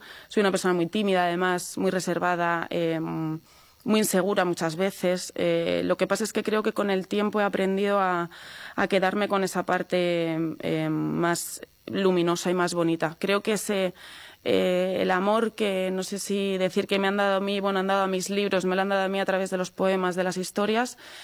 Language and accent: Spanish; Segovia, Castile and León, Spain; yo soy muy, muy del interior, yo soy muy castellana, muy segoviana